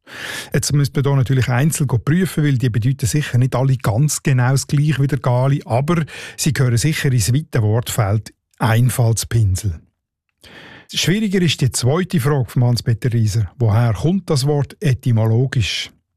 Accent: Northwestern Switzerland, Switzerland; accent: Northwestern Swiss German; Ich würde dem ja Geugel sagen, in meinem Nordwestschweizer Dialekt.

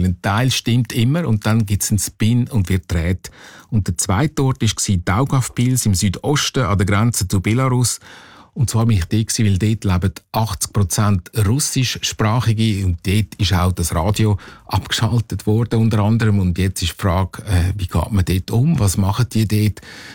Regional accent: Switzerland; Genau, als Schweizer fragt man sich natürlich, wo ist eigentlich das Problem?

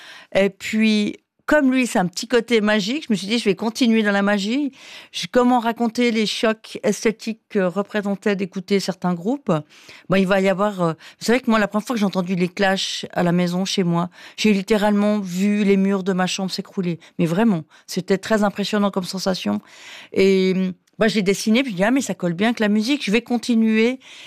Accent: Valais, Switzerland; c'était pour moi le Lausannois qui salue pas. Et quand on vient du Valais, on connaît une personne, on dit bonjour.

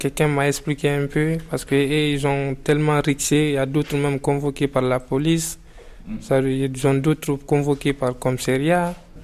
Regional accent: Guinea; moved away as an adult; Je viens de Guinée-Conakry.

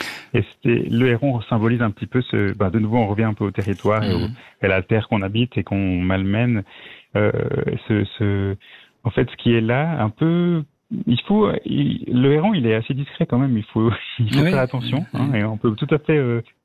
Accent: Lausanne, Vaud, Switzerland; born there; now in Vevey, Switzerland; je suis né à Lausanne, j'ai passé maintenant j'habite à Vevey, mais j'ai habité 20 ans là-bas.

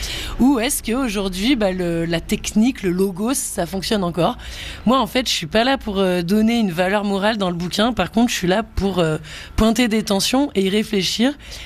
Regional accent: France; je mixais dans des petits bars, justement, en Haute-Savoie, à Lyon, en Rhône-Alpes, puisque je suis française.

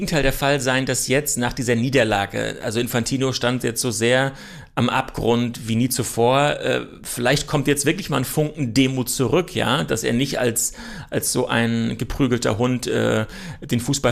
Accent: Germany

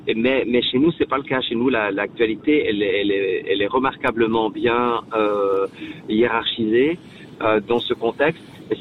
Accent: Switzerland; Et je trouve que chez nous, en Suisse, on a tendance à presque avoir honte de notre générosité.

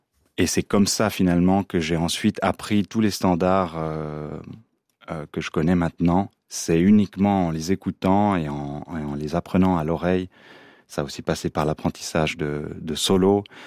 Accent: Chalais, Valais, Switzerland; En Valais, oui, voilà, c'est mon village natal.

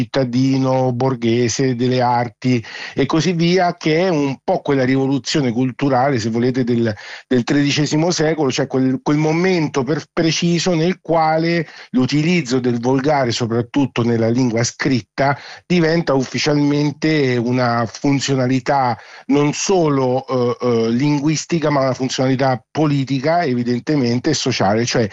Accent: Umbria, Italy; accent: Umbrian

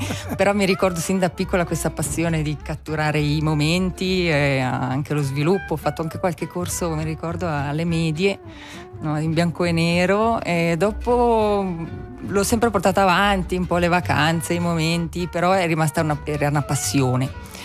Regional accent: Airolo, Ticino, Switzerland; moved away as an adult; also born or lived in Bellinzona; now in San Bernardino, Switzerland; io sono nata e cresciuta ad Airolo, ho fatto la mia infanzia in montagna, quindi a 1200 metri

